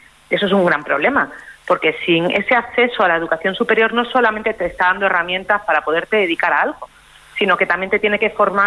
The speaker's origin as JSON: {"language": "Spanish", "town": "Jaraíz de la Vera", "region": "Extremadura", "country": "Spain", "said": "y es como alguien de un pueblo de Extremadura, de un pueblo chiquitito, que yo soy de Jaraíz de la Vera"}